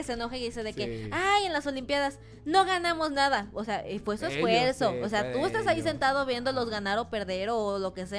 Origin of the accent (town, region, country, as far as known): Mexico